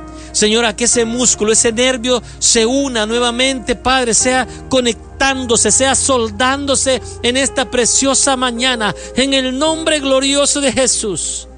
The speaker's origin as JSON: {"language": "Spanish", "country": "El Salvador", "tie": "born or raised there", "moved": "yes", "said": "Y es nuestra tierra natal, soy salvadoreño de todo corazón."}